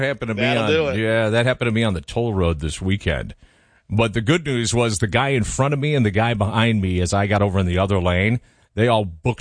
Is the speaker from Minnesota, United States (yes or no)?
yes; Minnesota, United States; moved away; growing up in Minnesota